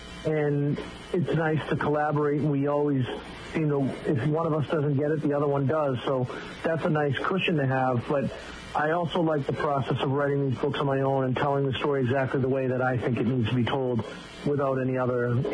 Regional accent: Brockton, Massachusetts, United States; That was a passion project growing up in Brockton.

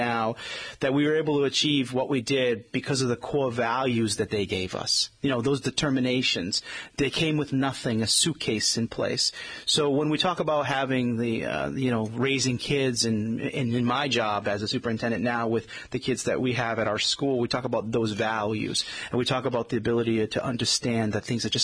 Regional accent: Dartmouth, Massachusetts, United States; I grew up in Dartmouth, and my families are both from New Bedford and from Fall River.

